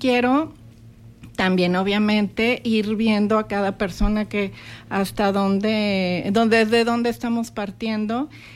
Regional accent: Mexico City, Mexico; now in Torreón, Mexico; en estos años que yo llevo aquí, porque pues tú sabes que soy originaria de la Ciudad de México

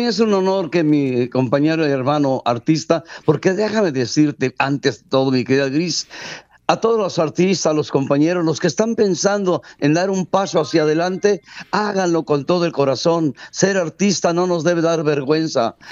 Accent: Mexico; qué bueno que somos mexicanos. Y déjame decirte, estoy en Guadalajara, Jalisco.

